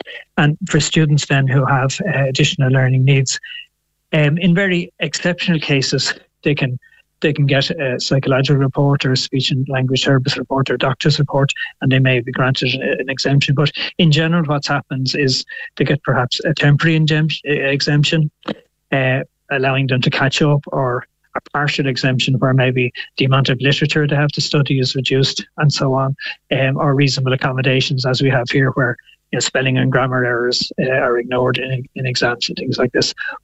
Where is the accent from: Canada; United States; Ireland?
Ireland; as Irish people, we probably don't notice them.